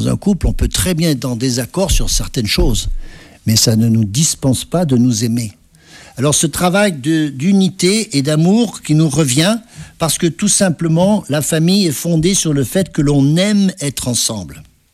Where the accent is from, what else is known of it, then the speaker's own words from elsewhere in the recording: Auvergne-Rhône-Alpes, France; parce qu'on est originaire de l'Auvergne, alors ça, c'est sacré dans notre famille.